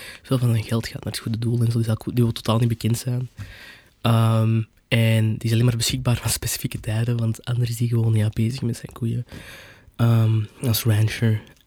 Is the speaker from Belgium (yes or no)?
yes; Belgium; ik heb ooit gelezen dat Belgen gevoeliger zijn, want ik ben ook een Belg